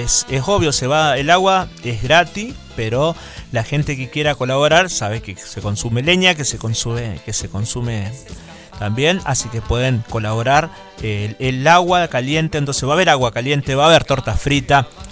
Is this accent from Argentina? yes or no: yes; Reconquista, Santa Fe, Argentina